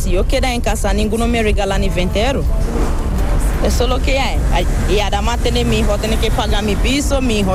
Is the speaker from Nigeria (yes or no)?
yes; Nigeria; Spanish is a second language; moved away as an adult; now in Spain; No, que yo llegamos de aquí para …, de Nigeria.